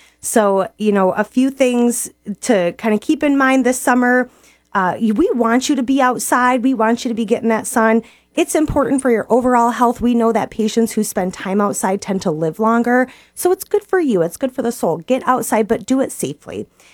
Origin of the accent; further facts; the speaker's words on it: Onaway, Michigan, United States; now in Sheboygan, United States; I'm a board-certified dermatologist, and I grew up in Onaway, actually. Traveled around a little bit. First, I was at Lake Superior State, then Michigan State, and then at Beaumont